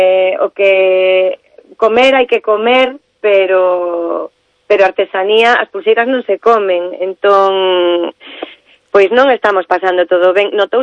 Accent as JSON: {"language": "Galician", "region": "Galicia", "country": "Spain", "said": "que nos come como galegos."}